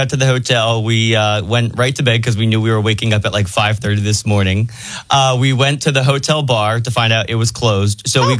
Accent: Cherry Hill, New Jersey, United States; we're from Cherry Hill, New Jersey, right outside Philadelphia.

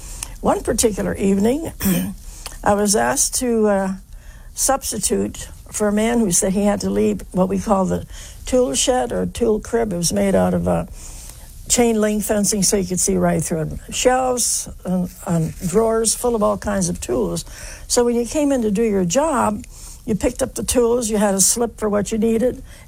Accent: West Virginia, United States; born there; And I said, well, I was born in West Virginia

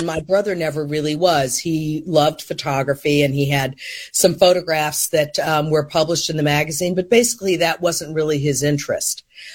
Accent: Chicago, Illinois, United States; I grew up in Hyde Park until I was nine.

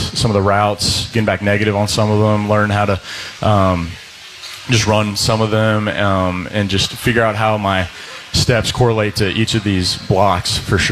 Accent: Dallas, Texas, United States; born there; also born or lived in Plano; I'm from Dallas, so I'm a Cowboys fan.

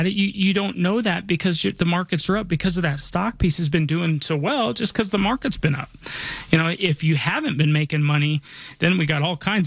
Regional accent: Denver, Colorado, United States; born or raised there

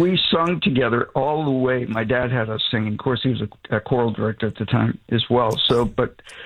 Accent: Salem, New Hampshire, United States; We were in Salem, New Hampshire. I grew up mostly in Salem, New Hampshire.

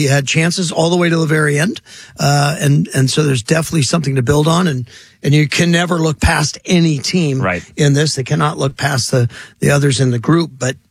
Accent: England, United Kingdom; I'm English

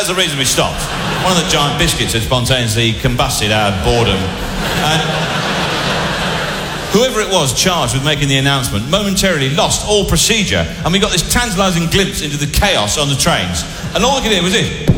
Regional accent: England, United Kingdom; I'm English, and as such, I crave disappointment.

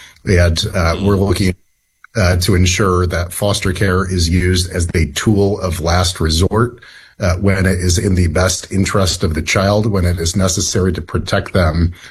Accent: Idaho, United States; I'm from Idaho as well, so we're neighbors, Glenn.

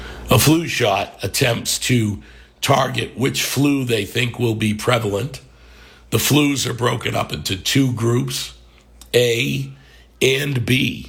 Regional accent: Ireland; I can make that joke because I'm Irish.

